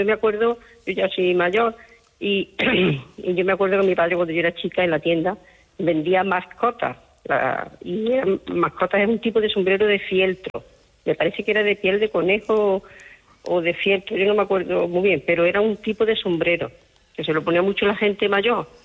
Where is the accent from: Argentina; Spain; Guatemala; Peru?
Spain; Adamuz, Andalusia; de Adamuz, de Córdoba.